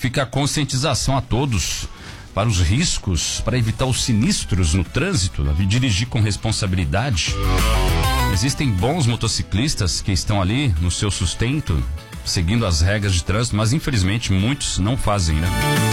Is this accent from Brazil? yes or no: yes; São Bernardo, Brazil; São Bernardo, minha terra